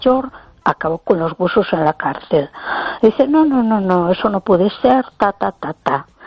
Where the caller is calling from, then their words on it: A Coruña, Galicia, Spain; de Coruña.